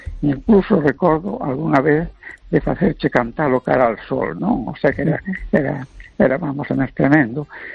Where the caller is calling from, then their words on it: A Coruña, Galicia, Spain; de La Coruña.